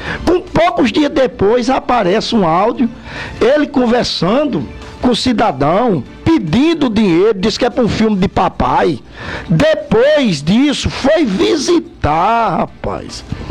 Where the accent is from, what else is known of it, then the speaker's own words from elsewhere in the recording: Brazil; born there; para matar a sede do nordestino, especialmente de minha terrinha Itaperuá.